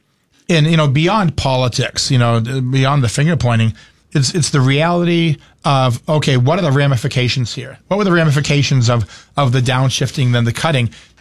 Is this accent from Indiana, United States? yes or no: no; Massachusetts, United States; Well, I came from Massachusetts and, you know, I like this tax system better.